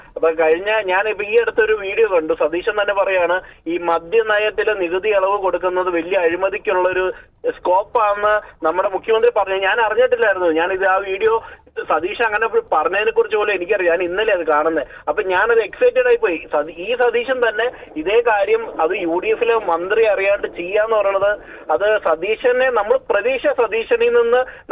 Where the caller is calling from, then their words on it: Ernakulam, Kerala, India; എറണാകുളത്ത്